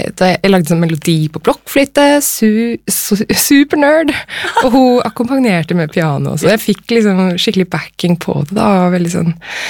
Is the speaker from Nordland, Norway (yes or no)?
yes; Nordland, Norway; born there; Jeg født i Vesterålen, i Nordland, og ja. Så flyttet vi sørover, så jeg vokste opp litt her og